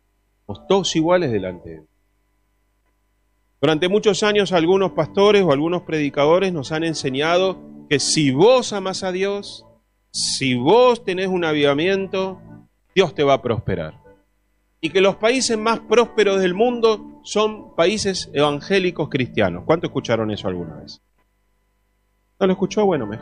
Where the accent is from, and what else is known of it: Argentina